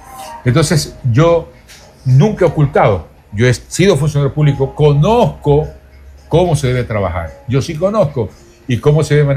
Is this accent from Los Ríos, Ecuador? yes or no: yes; Quevedo, Los Ríos, Ecuador; born there; Yo nací en San Camilo. Yo nací en el barrio El Mango. Ahora es San Cristóbal, pero antes era San Camilo. Ahí nací yo.